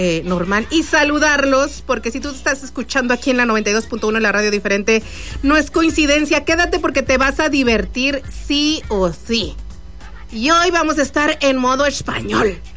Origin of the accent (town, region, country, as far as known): Mexico